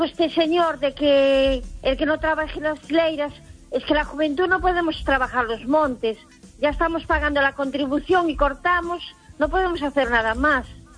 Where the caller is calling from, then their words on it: A Coruña, Galicia, Spain; de La Coruña.